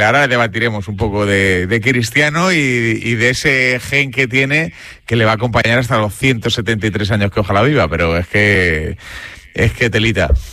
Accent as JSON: {"language": "Spanish", "town": "Salamanca", "region": "Castile and León", "country": "Spain", "tie": "born there", "said": "Yo soy salmantino de nacimiento y extremeño de corazón."}